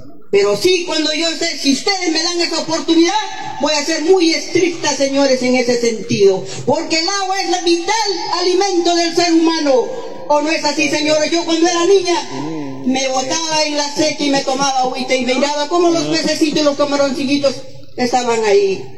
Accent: El Arenal, Arequipa, Peru; en mi pueblo del Arenal

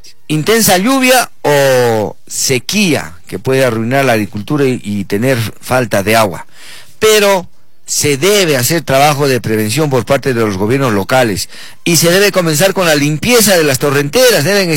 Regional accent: Arequipa, Peru; No, yo ya soy arequipeña porque vivo desde muy pequeña en nuestra ciudad, aquí en Arequipa

